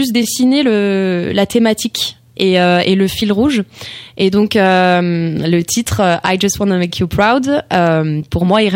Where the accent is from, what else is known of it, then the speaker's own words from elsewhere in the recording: Grand Est, France; moved away; je suis en Alsace, début juin, pour le festival Pré-Salé. Et c'est une date hyper symbolique pour moi, parce qu'elle se tient dans le village où j'ai grandi.